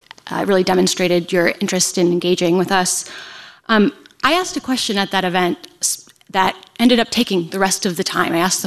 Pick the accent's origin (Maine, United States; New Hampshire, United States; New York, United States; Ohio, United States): Ohio, United States; Akron; now in Columbus, United States; I'm a kid from Akron who moved to Columbus in 2017. I married a St. Louis native, and we came back up here so we could go to law school.